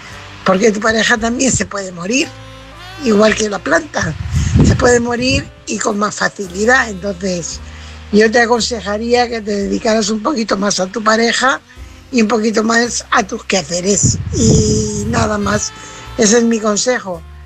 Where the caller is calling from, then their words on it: Fuenlabrada, Community of Madrid, Spain; corresponsal de Fuenlabrada.